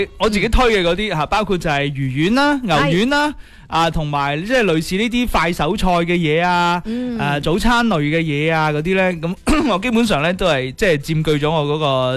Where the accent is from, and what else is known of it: Guangdong, China